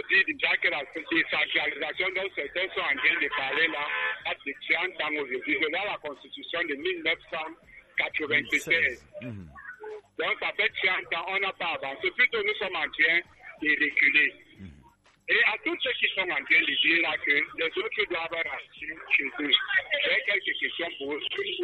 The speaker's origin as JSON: {"language": "French", "town": "Yaoundé", "region": "Centre", "country": "Cameroon", "tie": "born there", "said": "Moi, je suis né ici à Yaoundé. Je suis de Barabalou."}